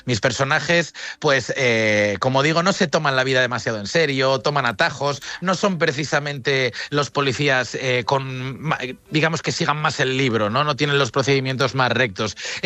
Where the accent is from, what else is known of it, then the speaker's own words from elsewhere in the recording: Vigo, Galicia, Spain; born there; Vigo, que yo vivo en Madrid y nací en Vigo, son dos ciudades que conozco a la perfección.